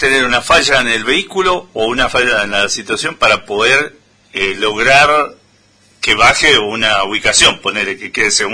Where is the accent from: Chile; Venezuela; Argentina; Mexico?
Argentina; Nosotros somos los argentinos muy pasionales